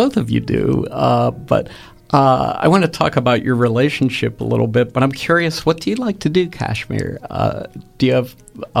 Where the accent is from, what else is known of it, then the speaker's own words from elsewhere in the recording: Churchill, Pennsylvania, United States; also born or lived in Edgewood; I used to live in Edgewood, and I grew up in Churchill, not too far from you.